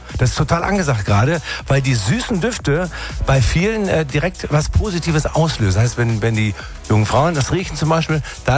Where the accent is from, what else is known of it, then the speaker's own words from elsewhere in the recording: Tübingen, Baden-Württemberg, Germany; Das also, fängt deprimierend an, weil meine Heimatstadt Tübingen mir jetzt gerade in den Rücken fällt.